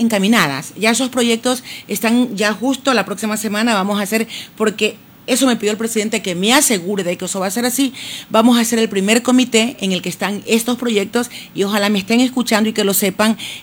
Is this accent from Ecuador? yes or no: yes; Ecuador; ahora he logrado conocerme en mi país y me siento orgullosísima de eso.